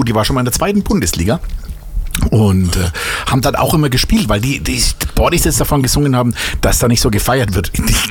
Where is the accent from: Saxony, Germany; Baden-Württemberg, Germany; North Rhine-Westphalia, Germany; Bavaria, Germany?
Bavaria, Germany; Konradsreuth; ich komme aus Konradsreuth